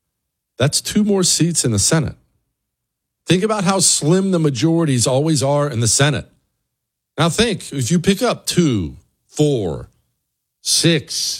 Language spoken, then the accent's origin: English; Bozeman, Montana, United States; I grew up in Bozeman, Montana. And Bozeman was a lot smaller back then than it is now. It's not like it's big now, but it was smaller